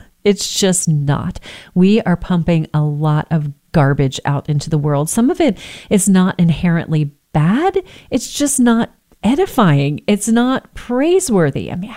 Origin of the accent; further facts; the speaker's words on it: Texas, United States; I grew up in Texas.